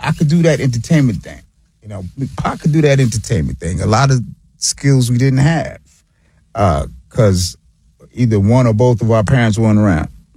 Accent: New York City, New York, United States; I'm from South Jamaica, Queens, New York.

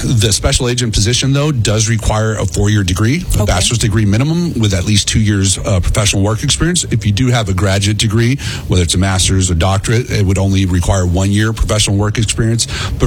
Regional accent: El Paso, Texas, United States; I'm born and raised in El Paso. My first office was Las Vegas.

